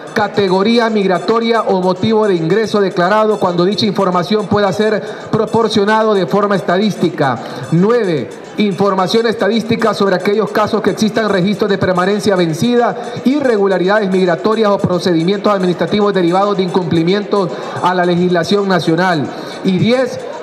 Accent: Honduras; nos vimos sorprendidos los hondureños

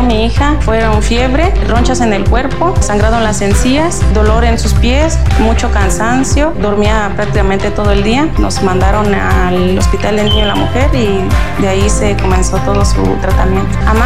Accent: Santa María Magdalena, Querétaro, Mexico

